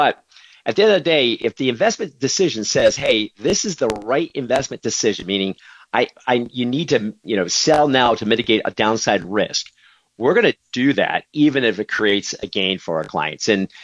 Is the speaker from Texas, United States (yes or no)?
no; Binghamton, New York, United States; I'm from Binghamton, New York